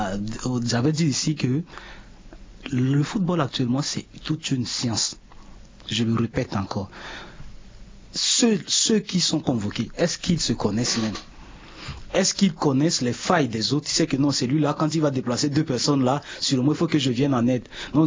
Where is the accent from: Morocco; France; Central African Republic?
Central African Republic; Je suis centrafricain